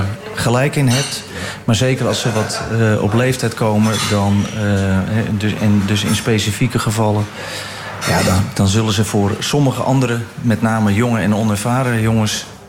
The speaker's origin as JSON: {"language": "Dutch", "country": "Netherlands", "said": "want wij als Nederlanders hebben daar last van als we wissel zijn."}